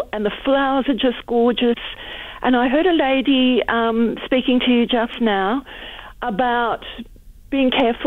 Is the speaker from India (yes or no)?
no; Western Australia, Australia; now in Currambine, Australia; I grew up near Mullawar on a 5,500 acre property between Geraldton and Mullawar. And I had family farming in Mullawar, also had family farming in Walkaway on the Greenock Flats.